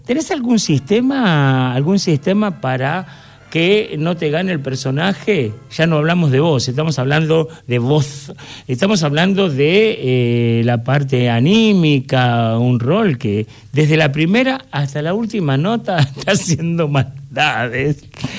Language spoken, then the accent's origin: Spanish; Argentina; se van a dar cuenta que soy argentino con el orgullo.